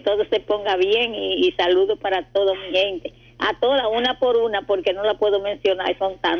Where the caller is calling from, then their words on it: Navarrete, Santiago, Dominican Republic; a mi pueblo Navarrete, que lo quiero mucho